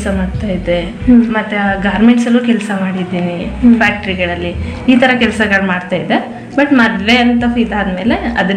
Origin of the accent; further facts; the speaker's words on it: Muttur, Karnataka, India; ನಾನು ಪಿರಿಯಾಪಟ್ಟಣ ತಾಲೂಕು ಮುತ್ತೂರಿಂದ ಬಂದಿದ್ದೀನಿ.